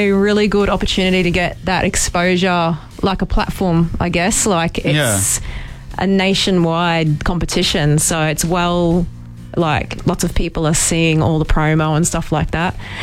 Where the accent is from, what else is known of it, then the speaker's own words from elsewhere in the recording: Queensland, Australia; We're all from Far North Queensland. Most of us are, like, there's some of us from Cairns, some of us from the Tablelands.